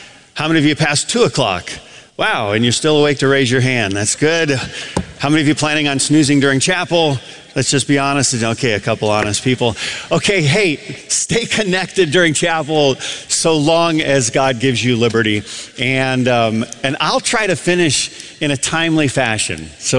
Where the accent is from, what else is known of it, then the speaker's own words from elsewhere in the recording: Adrian, Michigan, United States; So I grew up in Adrian, Michigan.